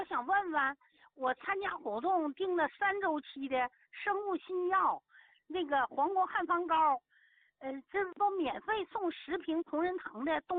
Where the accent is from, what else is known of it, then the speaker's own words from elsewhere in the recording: Heilongjiang, China; accent: Northeastern (Dongbei); moved away as an adult; now in Guangxi, China; 我老家我是东北，我是黑龙江皂源县的。